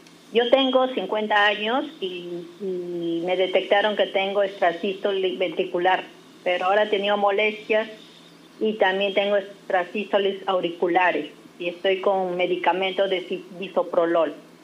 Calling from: Yurimaguas, Loreto, Peru; te llamo de Yurimagua, pertenece a Loreto. Mi pregunta es esta. Yo tengo 50 años

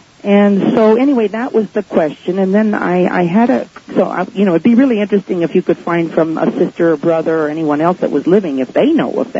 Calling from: Pasadena, California, United States; from Pasadena

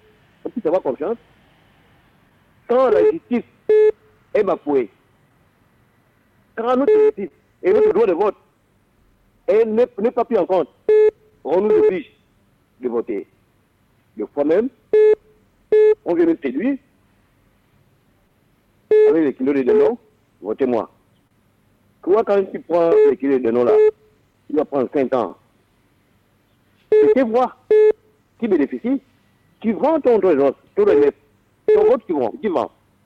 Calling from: Gabon

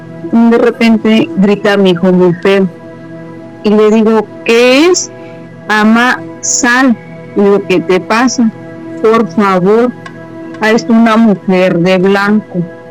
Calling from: La Paz, Baja California Sur, Mexico; De La Paz, Baja California Sur.

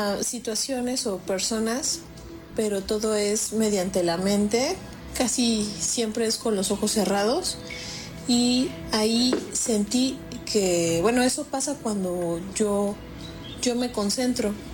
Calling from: Cuautitlán Izcalli, State of Mexico, Mexico; Hola, ¿qué tal, Gina y Nacho? … soy de Cuautitlán Izcalli.

